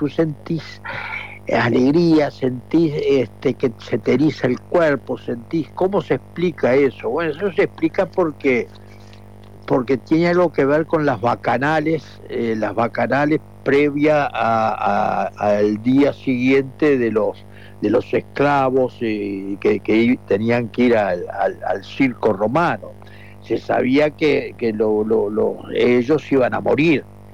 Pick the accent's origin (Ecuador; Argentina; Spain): Spain; seguro yo soy entre navarro y vasco